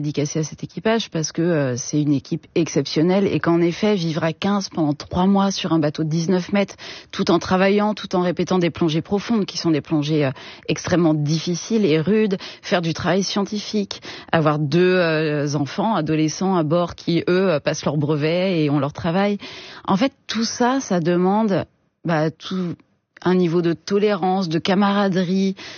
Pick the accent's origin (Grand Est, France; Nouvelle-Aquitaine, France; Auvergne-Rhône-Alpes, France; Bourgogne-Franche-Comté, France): Grand Est, France; Troyes; born or raised there; also born or lived in Paris